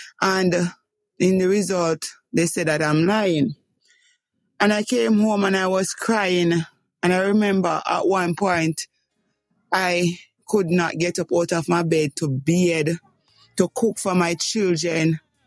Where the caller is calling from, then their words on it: Clarendon, Jamaica; I'm calling from the beautiful parish of Clarendon.